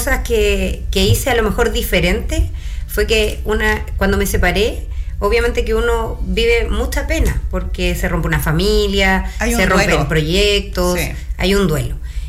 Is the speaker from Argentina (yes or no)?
no; Chile; como buen chileno siempre dejamos todo para última hora.